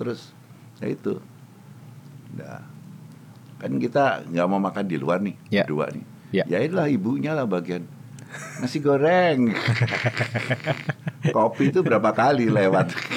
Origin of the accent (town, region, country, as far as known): Java, Indonesia; accent: Javanese